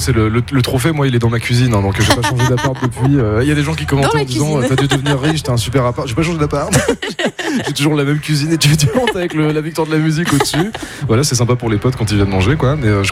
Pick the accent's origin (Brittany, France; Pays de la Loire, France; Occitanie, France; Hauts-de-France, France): Hauts-de-France, France; À demi-sel, moi, je suis du Nord.